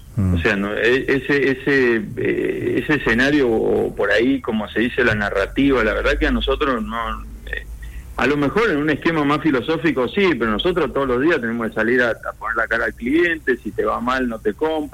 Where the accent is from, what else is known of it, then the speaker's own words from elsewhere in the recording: Argentina; now in Cuyo, Argentina; soy el representante de la Unión Industrial Argentina acá en Cuyo